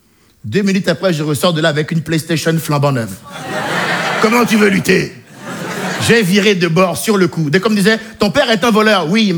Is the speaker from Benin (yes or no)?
yes; Benin; J'ai grandi au Bénin. un petit pays d'Afrique de l'Ouest